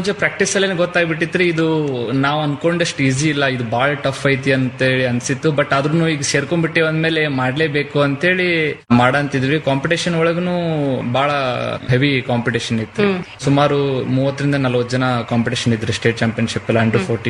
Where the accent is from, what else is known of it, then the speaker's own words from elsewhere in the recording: Shiggaon, Karnataka, India; Shiggaon, Haveri district Shiggaon ನಂದು.